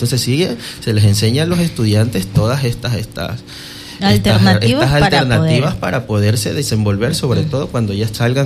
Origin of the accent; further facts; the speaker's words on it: Quevedo, Los Ríos, Ecuador; born there; cuando yo estudié aquí, ¿no? Éramos pocos los que tuvimos la oportunidad de salir de Quevedo